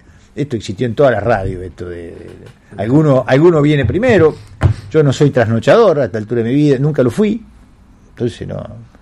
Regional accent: Clucellas, Santa Fe, Argentina; yo soy de Clusella, un pueblo del interior.

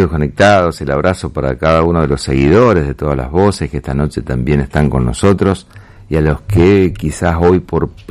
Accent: Argentina

